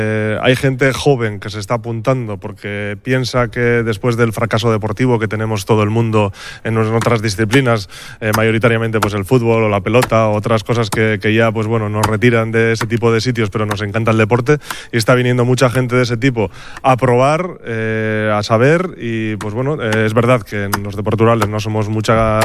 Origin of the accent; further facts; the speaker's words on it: Bilbao, Basque Country, Spain; Yo soy de Bilbao y yo tuve la suerte de poder ir a la zona rural